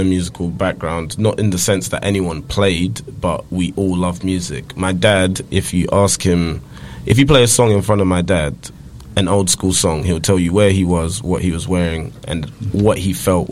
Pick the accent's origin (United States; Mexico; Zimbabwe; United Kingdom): Zimbabwe; … is from Zimbabwe, speaking of myself.